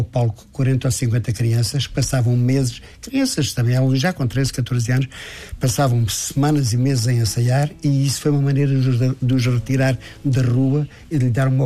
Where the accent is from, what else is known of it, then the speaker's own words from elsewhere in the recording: Ribatejo, Portugal; Nós utilizamos a mesma no Ribatejo.